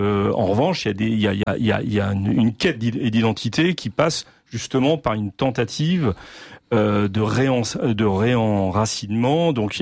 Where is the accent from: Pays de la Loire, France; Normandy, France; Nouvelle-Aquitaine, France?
Normandy, France; moved away; Moi, je suis normand d'origine. Déjà, le terme que j'emploie indique beaucoup de choses. Je suis normand d'origine. Jusqu'à mes grands-parents, toute mon ascendance n'a vécu qu'en Normandie.